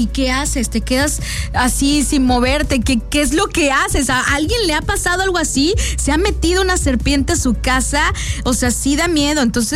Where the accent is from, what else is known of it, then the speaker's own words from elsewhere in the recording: Coatzacoalcos, Veracruz, Mexico; Antes, cuando estaba chiquita, yo vivía en Coatzacoalcos. Yo soy de Coatzacoalcos. Entonces, vivíamos en una colonia que estaba enfrente de la playa.